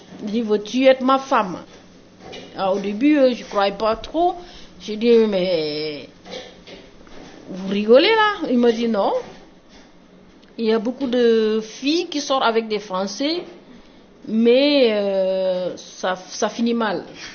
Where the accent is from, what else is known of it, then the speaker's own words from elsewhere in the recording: Senegal; Et je suis sénégalaise.